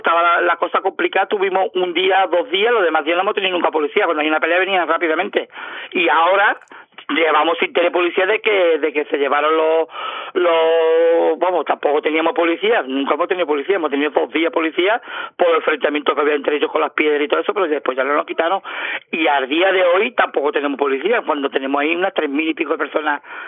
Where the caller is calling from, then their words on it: Ceuta, Spain; yo soy de Loma Colmenar